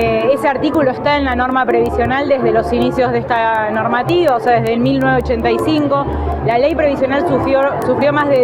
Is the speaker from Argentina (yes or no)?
yes; Argentina; los valores y la tradición que nos caracteriza como argentinos.